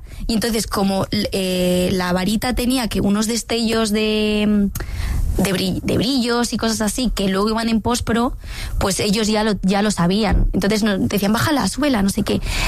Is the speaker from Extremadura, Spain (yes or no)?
no; Valencia, Valencian Community, Spain; Me fui 4 años... me fui, pues eso, yo soy de Valencia, estaba estudiando allí interpretación, teatro musical